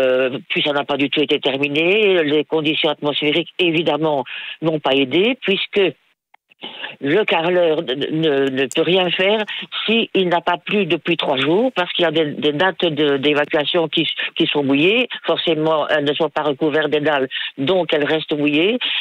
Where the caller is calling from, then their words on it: Namur province, Wallonia, Belgium; J'habite Fragnières. C'est près de Florès, c'est dans le Namurois.